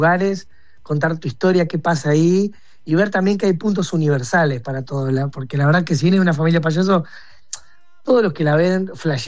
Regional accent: Rosario, Santa Fe, Argentina; now in Buenos Aires, Argentina; yo soy de Rosario, vivo en Buenos Aires

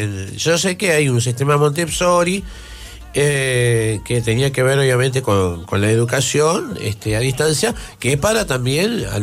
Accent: Rosario, Santa Fe, Argentina; moved away as an adult; also born or lived in Fray Luis Beltrán; now in Barrio Buchar, Argentina; hasta los 33, vivía en Rosario. Ya para el año 2004, me mudé transitoriamente a Beltrán por 7 años.

